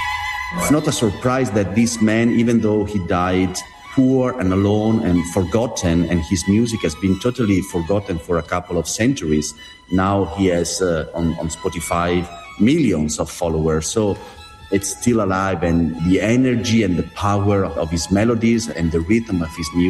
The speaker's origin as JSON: {"language": "English", "town": "Venice", "region": "Veneto", "country": "Italy", "tie": "born or raised there", "said": "Because Venice is my hometown, I was not afraid of showing the beauty of Venice."}